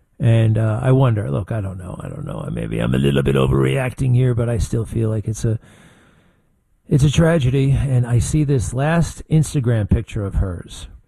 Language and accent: English; Garden City, New York, United States; President Trump was in Garden City on Long Island, my hometown.